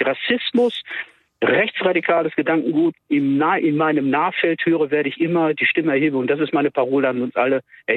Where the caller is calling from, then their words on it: Altena, North Rhine-Westphalia, Germany; Ich werde dieses Jahr 58 und schon als Jugendlicher. Ich komme aus dem Sauerland, aus Altena, mit der Burg Altena.